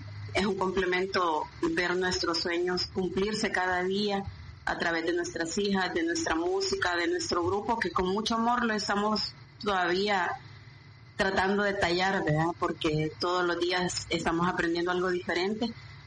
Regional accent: El Salvador; Nuestro fuerte siempre ha sido el tropical, ese ha sido nuestro género más fuerte, como típico salvadoreño, ¿verdad?

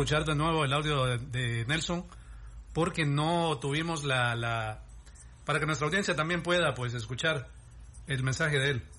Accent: El Salvador; born there; este es nuestro país, el país que amamos, el que nos vio nacer, y el que nos ha dado lo mucho o poco que podamos tener, pero en lo personal orgulloso de ser salvadoreño

